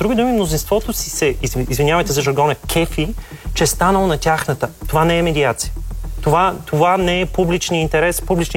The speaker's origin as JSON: {"language": "Bulgarian", "town": "Varna", "region": "Varna Province", "country": "Bulgaria", "said": "аз като варненец много често се изненадвам, когато отида до някой паметник"}